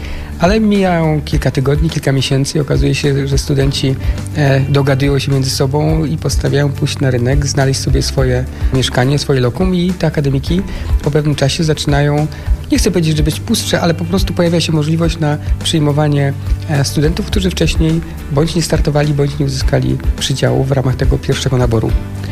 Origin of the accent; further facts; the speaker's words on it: Poznań, Greater Poland Voivodeship, Poland; jestem poznaniakiem i studiowałem w Poznaniu, w związku z tym mieszkałem, że tak powiem, w domu rodzinnym z rodzicami.